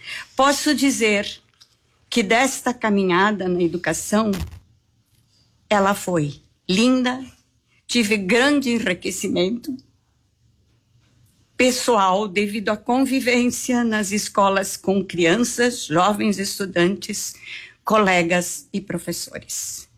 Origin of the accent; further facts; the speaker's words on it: Garibaldi, Rio Grande do Sul, Brazil; born there; a literatura e a minha Garibaldi, surgiu a Champolina. Meu primeiro livro que homenageei a terra onde nasci.